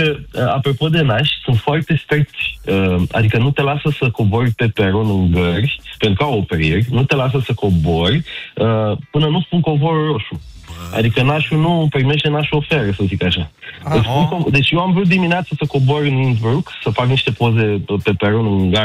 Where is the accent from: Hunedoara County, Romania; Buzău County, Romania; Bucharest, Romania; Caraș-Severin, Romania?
Bucharest, Romania; pentru un copil așa simplu cum sunt eu din Colentina Tei